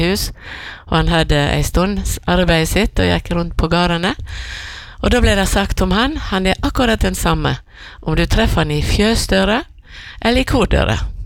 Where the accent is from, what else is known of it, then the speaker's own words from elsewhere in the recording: Fitjar, Vestland, Norway; Det ble jo bygdesorg hjemme på Fitjar når Rasmus død.